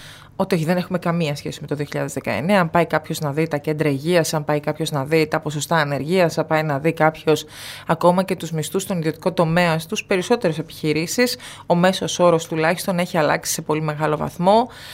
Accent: Eastern Macedonia and Thrace, Greece; και εγώ βορειοελλαδίτσα είμαι, η καταγωγή μου είναι από τον Εύρο.

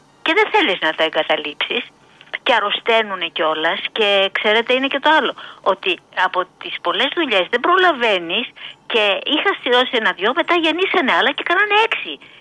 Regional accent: Athens, Attica, Greece; moved away as an adult; now in Elliniko, Greece; Και εγώ έμενα χρόνια και γεννήθηκα στο ΜΕΤΣ. Εν τω μεταξύ, τώρα τα τελευταία 10 χρόνια έχουμε έρθει στο άλλο σπίτι που έχουμε στο ελληνικό.

